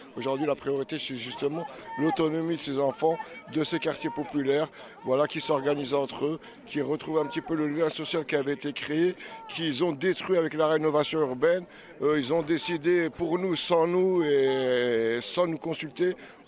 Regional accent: Dammarie-les-Lys, Île-de-France, France; j'ai grandi à Damary-les-Lys, là où Abdelkader Bouzien a été tué par la police en 1997.

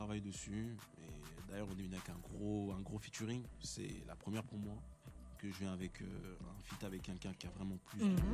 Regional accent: Chennevières-sur-Marne, Île-de-France, France; Moi, Chennevières. Chennevières, Champigny, c'est la même chose.

